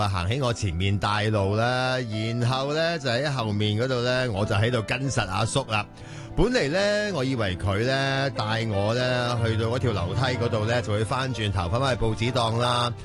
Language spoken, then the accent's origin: Cantonese; Hong Kong; 我咧真系土生土长嘅香港人嚟嘅